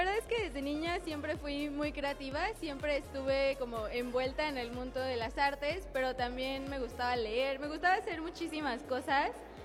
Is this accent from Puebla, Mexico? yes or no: yes; Puebla, Mexico; also born or lived in Huatulco; Yo soy de aquí, de Puebla.